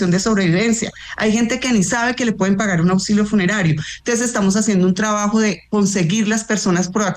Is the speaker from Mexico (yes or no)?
no; Eje Cafetero, Colombia; yo soy del Eje Cafetero.